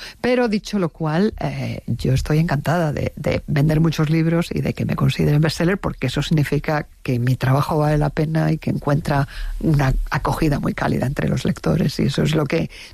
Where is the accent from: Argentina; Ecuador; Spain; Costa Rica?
Spain; Nosotros que somos los españoles muy malos aprendices de inglés